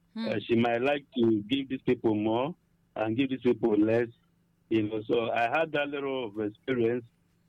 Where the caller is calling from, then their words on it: Enugu, Enugu State, Nigeria; call from Enugu.